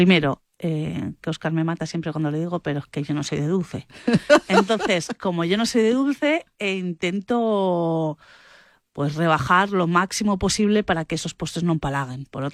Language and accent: Spanish; Cambrils, Catalonia, Spain; yo soy de Cambrils